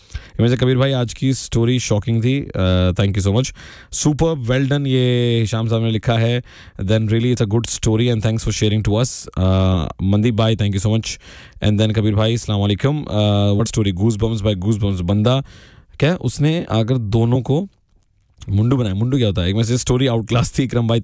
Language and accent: Hindi; Chandigarh, India; also born or lived in Sonipat / Delhi; मैं चंडीगढ़ में ही पैदा हुआ हूँ, पला बड़ा हूँ वहाँ पे काफी वक्त तक।